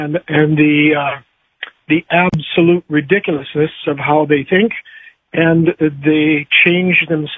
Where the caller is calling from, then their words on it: Saskatoon, Saskatchewan, Canada; Live in Saskatchewan, I'm a Canadian